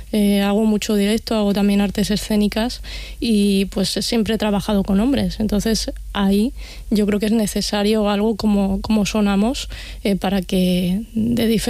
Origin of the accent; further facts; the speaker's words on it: Castilla-La Mancha, Spain; yo soy de Castilla-La Mancha y no había ningún estudio concretamente en la comunidad autónoma